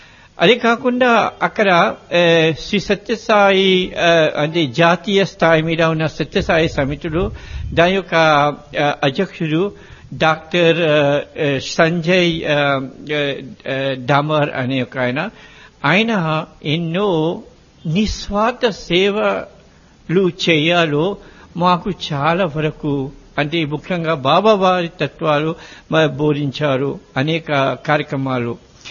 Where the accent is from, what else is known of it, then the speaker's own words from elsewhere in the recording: Mauritius; first language Mauritian Creole; Telugu is a second language; నేను భారతీయుణ్ణి కాను, నేను ఆంధ్రుణ్ణి కూడా కాను. ఎందుకనగా మా పూజనీయులైన పూర్వీకులు 200 సంవత్సరాల క్రితం మీ ఆంధ్ర పుణ్యభూమి నుంచి సప్త సముద్రాలు దాటి మారిషస్ దేశానికి వెళ్లారు.